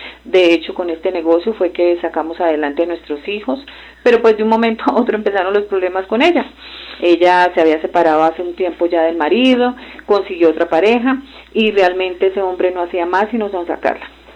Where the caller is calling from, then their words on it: Sáchica, Boyacá, Colombia; Bueno, estoy llamando de Sáchica.